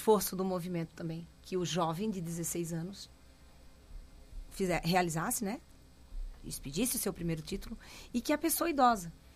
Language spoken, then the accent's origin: Portuguese; Florianópolis, Santa Catarina, Brazil; now in Joinville, Brazil; eu sou de Florianópolis, mas eu estou em Joinville há 26